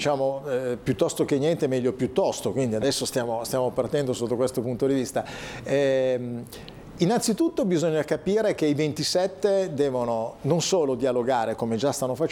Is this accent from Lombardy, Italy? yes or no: yes; Como, Lombardy, Italy; Io vengo da Como, dove c'è un brand molto affermato, che è Lake Como. Vi dico che da Comasco